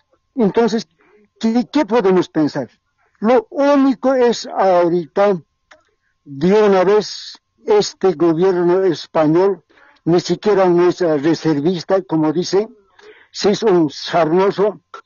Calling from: Cochabamba, Bolivia; Estoy llamando de Cochabamba.

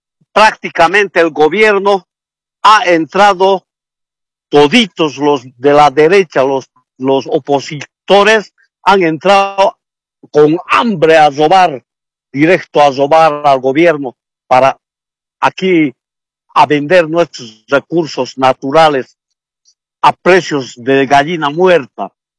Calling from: Cochabamba, Bolivia; Aquí lo estoy llamando de Cochabamba.

